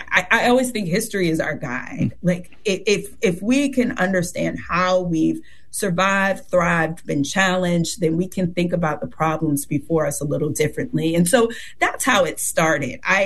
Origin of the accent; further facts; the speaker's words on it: Fayetteville, North Carolina, United States; I mean, so I'm from North Carolina. I'm really glad to be with you all. I'm a military brat, Army brat from Fayetteville